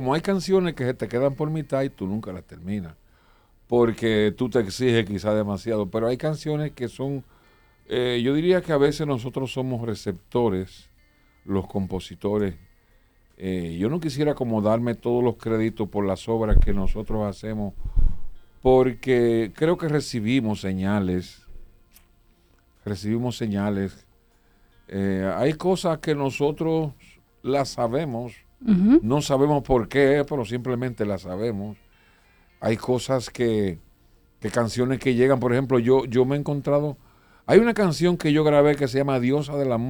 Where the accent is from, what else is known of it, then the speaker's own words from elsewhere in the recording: Miches, El Seibo, Dominican Republic; also born or lived in Nagua; Si yo me crié en un campito sin luz que se llamaba la Colonia del Cedro de Miche, porque venimos de Nagua, yo de un año